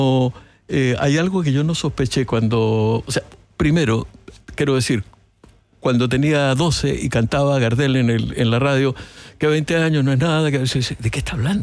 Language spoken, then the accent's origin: Spanish; Valparaíso, Chile; also born or lived in Madrid, Spain; Yo soy porteño, nací en Valparaíso, siempre amé al mar, y dije, bueno, siempre voy a buscar volver al mar, etc.